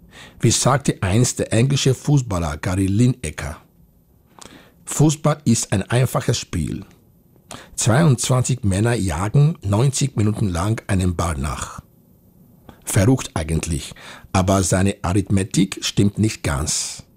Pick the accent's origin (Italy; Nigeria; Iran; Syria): Nigeria; now in Austria; Ein bisschen traurig bin ich übrigens schon, dass Nigeria, das Team meiner alten Heimat, wieder nicht dabei ist.